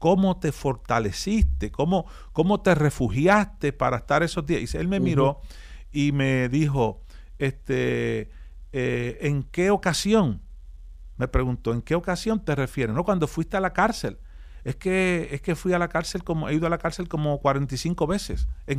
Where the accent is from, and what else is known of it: Puerto Rico